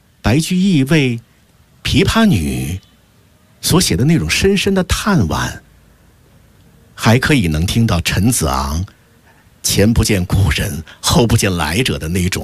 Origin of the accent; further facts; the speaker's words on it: China; 我们每个中国人